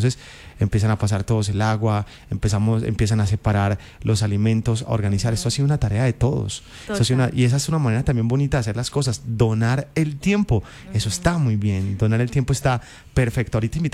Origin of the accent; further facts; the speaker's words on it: Colombia; importa que hoy somos colombianos, que no podemos polarizarnos en este momento